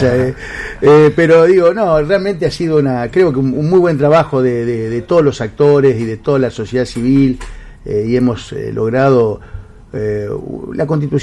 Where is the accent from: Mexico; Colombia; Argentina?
Argentina; northern Santa Fe Province, Santa Fe; alguien del interior, de un pueblito pequeño, del norte, uh-huh. somos norteños, nosotros